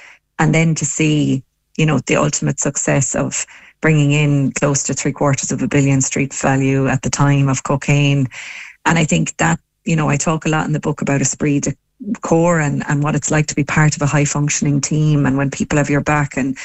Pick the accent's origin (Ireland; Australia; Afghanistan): Ireland; Tipperary, Munster; moved away as an adult; I come from Tipperary, would you believe, a small farm. And I suppose I grew up on the farm back in the 80s and 90s.